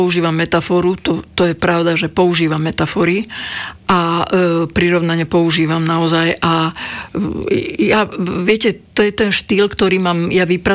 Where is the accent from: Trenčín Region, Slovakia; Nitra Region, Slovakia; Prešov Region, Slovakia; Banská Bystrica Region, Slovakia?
Trenčín Region, Slovakia; Považská Bystrica; born there; also born or lived in Púchov; now in Bratislava, Slovakia; Ja som sa narodila v Považskej Bystrici, potom som žila v Púchove a tu som 52 rokov.